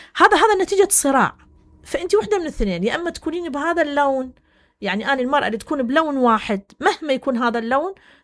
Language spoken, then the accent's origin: Arabic; Iraq; إحنا كمجتمع عراقي